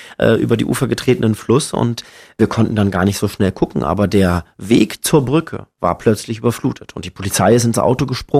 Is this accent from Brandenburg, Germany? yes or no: yes; Brandenburg, Germany; Ich bin stolzer Brandenburger, muss ich auch sagen.